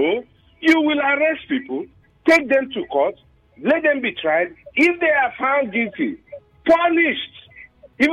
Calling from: Nigeria; being a Nigerian.

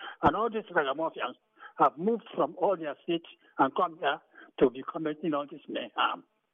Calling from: Rivers, Nigeria; I'm an Ikwerre man. I'm from Obunabale.

